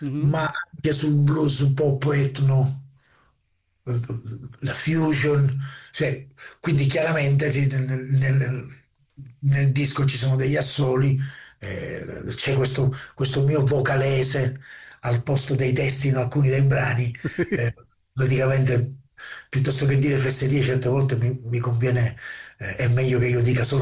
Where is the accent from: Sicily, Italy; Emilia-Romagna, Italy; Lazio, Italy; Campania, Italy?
Sicily, Italy; Trapani; moved away as an adult; now in London, United Kingdom